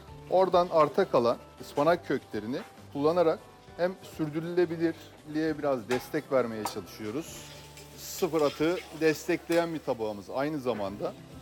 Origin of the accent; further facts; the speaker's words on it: Bolu, Turkey; Bolu bölgesinde biz yoğurtla çok böyle ürünler çıkarırız.